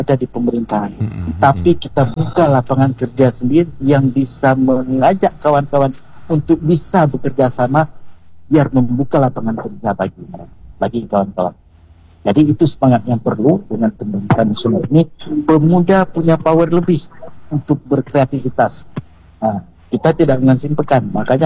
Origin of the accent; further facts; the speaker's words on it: Aceh, Indonesia; Saya sebagai orang Aceh, anak muda Aceh yang saat ini juga tinggal di Aceh